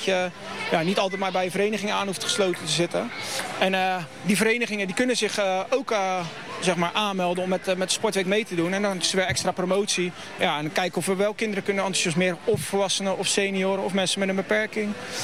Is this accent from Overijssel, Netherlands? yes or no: no; Kwintsheul, South Holland, Netherlands; Nee, ik kom uit Kwinzul.